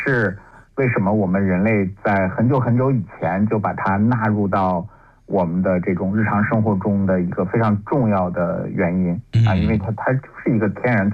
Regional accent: Shanxi, China; 就包括说以前在我们老家山西啊，那可能这个葫芦里面还可能装醋啊，就是做成醋葫芦啊

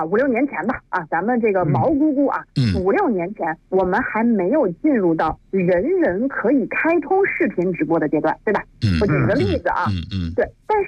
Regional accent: China; 我觉得这个我们中国人特别熟悉，就是你老讲狼来了是吧？

